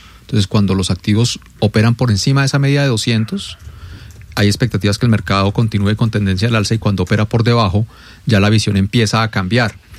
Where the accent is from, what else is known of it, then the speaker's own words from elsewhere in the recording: Colombia; creo que eso era algo en lo que nosotros deberíamos como colombianos unirnos